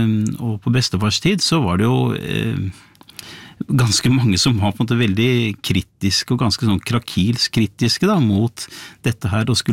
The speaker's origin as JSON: {"language": "Norwegian", "town": "Bærum", "region": "Akershus", "country": "Norway", "tie": "born or raised there", "said": "Ja, det visste jeg jo, fordi at jeg vokste opp I Bærum på 70-tallet, blått og konservativt Bærum."}